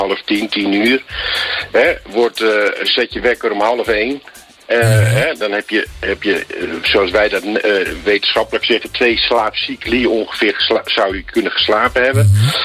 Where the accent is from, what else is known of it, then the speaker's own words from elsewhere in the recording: Amsterdam, North Holland, Netherlands; wij komen uit Amsterdam.